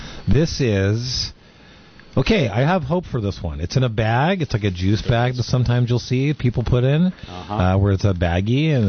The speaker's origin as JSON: {"language": "English", "country": "United States", "said": "as an American"}